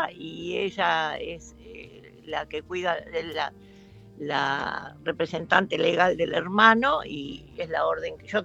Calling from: Florencio Varela, Buenos Aires Province, Argentina; primero que soy de Florencio Varela, que estamos cerca

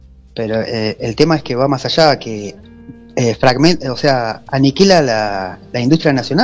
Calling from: Tigre, Buenos Aires Province, Argentina

